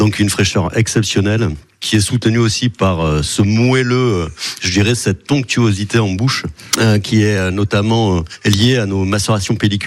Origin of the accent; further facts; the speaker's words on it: France; on est français.